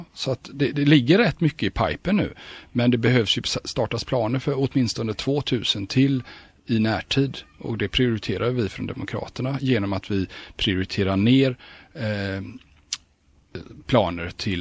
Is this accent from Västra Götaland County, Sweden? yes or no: yes; Gothenburg, Västra Götaland County, Sweden; Alltså, det blir ju mycket värre än vad vi som alla göteborgare som var läskunniga.